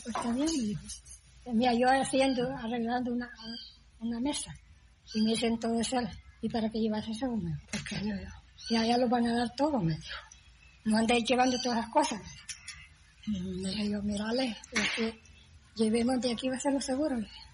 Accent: El Salvador; porque no somos de aquí, nosotros, le dije yo, somos del Salvador.

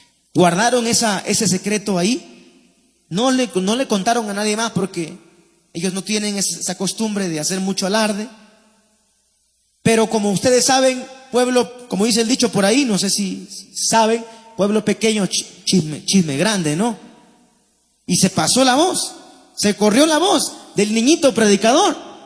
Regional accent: Paiján, La Libertad, Peru; llegaron las vacas flacas, como decimos, en mi pueblo. Llegó como una especie de hambruna ahí en Paiján, no había que comer

